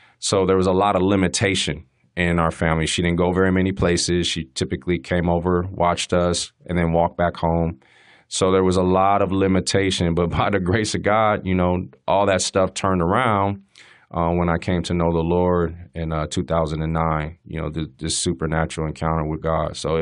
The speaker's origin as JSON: {"language": "English", "town": "San Diego", "region": "California", "country": "United States", "tie": "born or raised there", "said": "You know, there's a lot of that stuff growing up in California, in San Diego."}